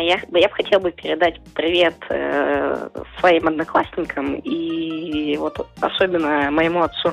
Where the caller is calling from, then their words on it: Omsk, Omsk Oblast, Russia; Я из Омска.